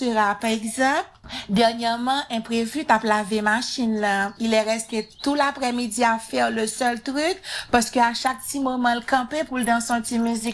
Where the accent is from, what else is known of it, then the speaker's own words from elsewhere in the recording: Haiti; Les proverbes, c'est tellement beau, ça nous identifie en tant qu'haïtien.